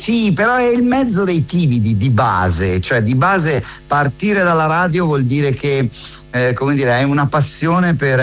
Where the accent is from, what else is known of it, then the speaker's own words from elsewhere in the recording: San Donato Milanese, Lombardy, Italy; E allora lì a Metanopoli, perché io vengo da Metanopoli, sono un figlio del cane a sei zampe.